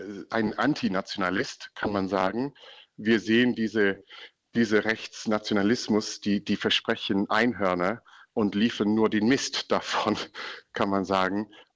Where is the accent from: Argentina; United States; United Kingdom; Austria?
United Kingdom; England; German is a second language; moved away as an adult; now in Berlin, Germany; Also deshalb kommen wir überhaupt aus England.